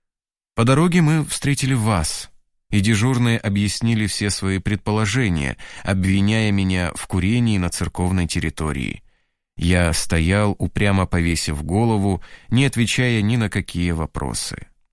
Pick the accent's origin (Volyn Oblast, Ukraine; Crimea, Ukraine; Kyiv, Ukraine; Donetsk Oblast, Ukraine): Volyn Oblast, Ukraine; born there; Родился я на Волыни, Западная Украина, в 1942 году. Родители были верующие. Воспитывался в христианской атмосфере, рос в атеистической стране.